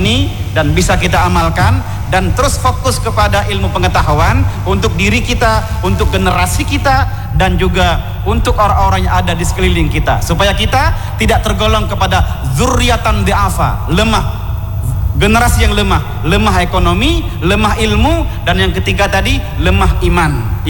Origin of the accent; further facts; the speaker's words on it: Aceh, Indonesia; lebih-lebih kita orang Aceh harus mempelajari.